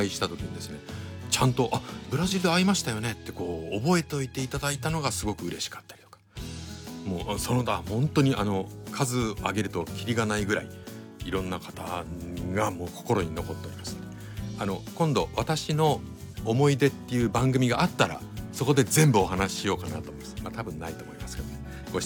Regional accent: Nagasaki, Japan; moved away; 私のふるさと長崎県に行ってくれるということなんで

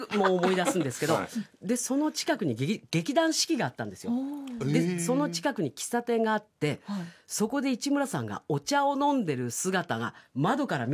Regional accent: Yamagata, Japan; born there; moved away; まあ山形生まれなんで

